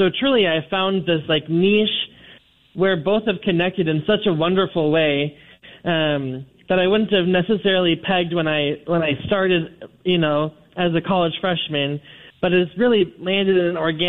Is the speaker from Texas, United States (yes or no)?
no; Alexandria, Minnesota, United States; moved away as an adult; now in Minneapolis, United States; Yeah, so I was born and raised in Alexandria and lived there until I graduated high school at Alexandria Area High School in 2017. And then I spent the last 10 years sort of between Alec and Minneapolis.